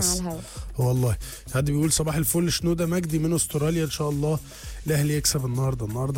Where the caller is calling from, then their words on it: Jeddah, Makkah Province, Saudi Arabia; من جده. احنا هنا عندنا الخليج الصغرى 30 ورطوبه طول اليوم 70%.